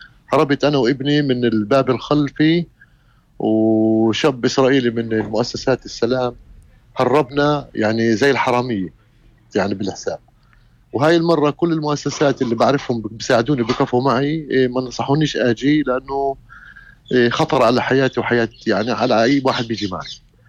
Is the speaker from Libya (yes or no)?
no; Palestine; بما أني أنا فلسطيني